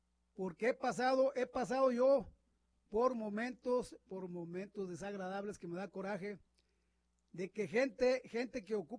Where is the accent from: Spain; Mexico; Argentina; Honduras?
Mexico; Todas las personas que venimos de por allá de México, todas las personas que cruzamos